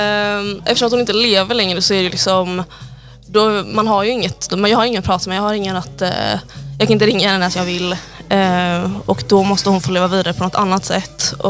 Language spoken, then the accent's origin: Swedish; Gothenburg, Västra Götaland County, Sweden; moved away; also born or lived in Västerbotten; Jag är från Göteborg